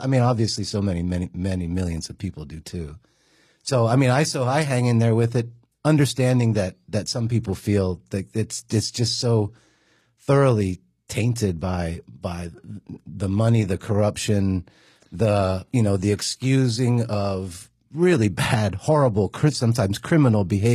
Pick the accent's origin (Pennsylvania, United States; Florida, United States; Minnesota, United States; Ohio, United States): Pennsylvania, United States; I grew up in Central PA, and I had deep roots at Penn State.